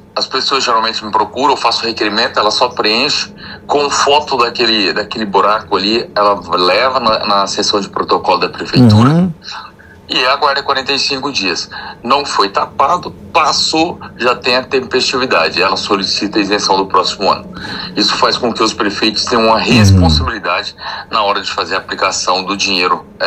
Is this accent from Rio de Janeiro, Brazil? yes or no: no; Paranaíba, Mato Grosso do Sul, Brazil; Sou de Paranaíba.